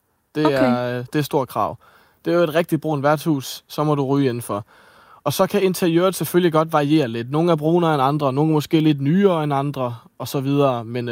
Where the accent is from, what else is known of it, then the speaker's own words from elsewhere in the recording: Ebeltoft, Central Denmark Region, Denmark; jeg er jo fra Østjylland, ude fra Ebeltoftdag.